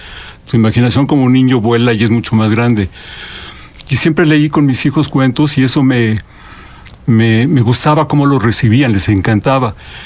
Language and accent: Spanish; Mexico City, Mexico; Soy de la Ciudad de México.